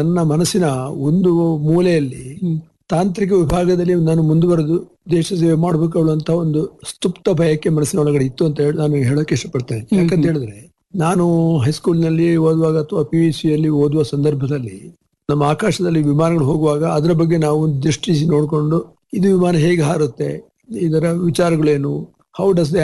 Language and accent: Kannada; Karnataka, India; ನಮ್ಮ ಜಿಲ್ಲೆಯಿಂದ ಅಥವಾ ನಮ್ಮ ಕರ್ನಾಟಕ ದಕ್ಷಿಣ ಜಿಲ್ಲೆಯಿಂದ ನನ್ನಿಂದ ಒಂದು 2-4 ವರ್ಷ ಹೆಚ್ಚಿನ ವಯಸ್ಸಿನವರು ಸುಮಾರು ಜನ ಭಾರತೀಯ ವಾಯುಸೇನೆಗೆ, ಭಾರತೀಯ ಸೈನ್ಯಕ್ಕೆ ಅಥವಾ ಭಾರತೀಯ ನೌಕಾದಳಕ್ಕೆ ಸೇರಿದವರಿದ್ರು.